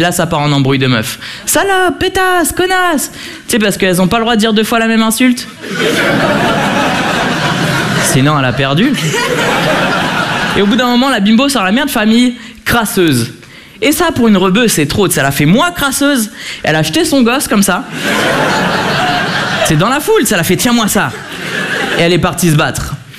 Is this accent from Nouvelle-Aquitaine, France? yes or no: no; Le Havre, Normandy, France; je fais du stand-up depuis un moment, moi, je suis originaire du Havre.